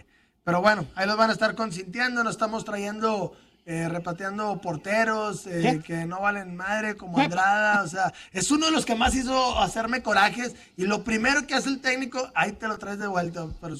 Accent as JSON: {"language": "Spanish", "town": "Monterrey", "region": "Nuevo León", "country": "Mexico"}